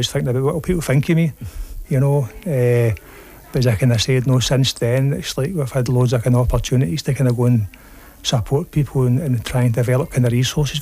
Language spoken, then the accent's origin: English; Glasgow, Scotland, United Kingdom; I grew up in the east end of Glasgow.